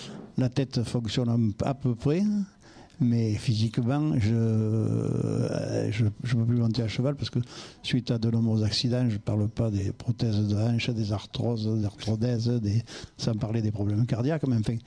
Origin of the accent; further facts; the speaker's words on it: Vergèze, Occitanie, France; also born or lived in Vauvert / Gallician; Vauvert un peu, c'est mon village. Moi, je suis natif de Vergès. Après, j'ai exercé une activité hors manade à Saint-Laurent-des-Gouzes, mais j'ai toujours vécu au Mas des Iscles, après Galician, là, sur la route qui descend au Sainte-Marie.